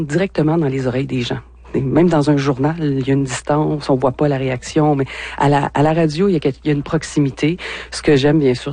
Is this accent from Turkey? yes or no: no; Saint-Hyacinthe, Quebec, Canada; Je viens du secteur de la Montérégie à Saint-Hyacinthe. Donc, je suis une mascoutaine.